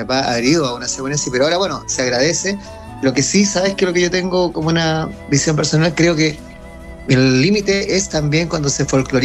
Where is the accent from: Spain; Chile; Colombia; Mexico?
Chile; Tarapacá; así sigue la fiesta acá en nuestro Tarapacá